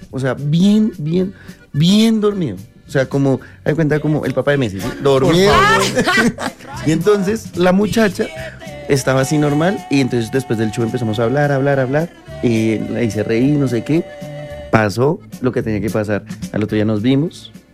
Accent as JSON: {"language": "Spanish", "country": "Colombia", "said": "Y eso que yo no soy el mejor colombiano. O sea, yo sé que no soy el mejor. O sea, si ustedes pudieran representar a Colombia, no me mandarían a mí."}